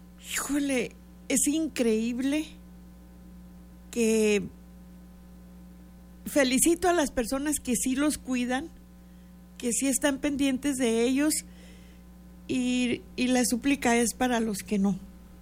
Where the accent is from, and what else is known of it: Mexico